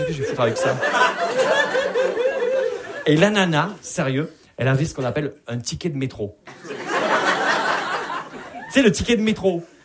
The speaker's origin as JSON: {"language": "French", "town": "Perpignan", "region": "Occitanie", "country": "France"}